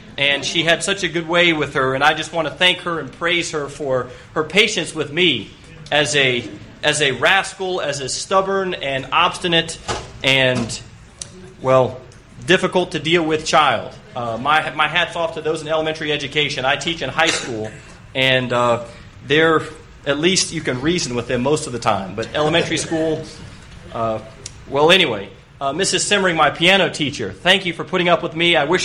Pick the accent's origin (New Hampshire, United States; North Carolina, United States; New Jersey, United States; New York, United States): North Carolina, United States; Raleigh; born there; moved away; I grew up here in Raleigh